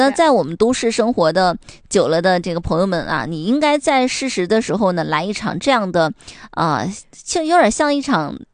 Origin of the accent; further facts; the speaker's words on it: Northeast China, China; 尤其是我们东北人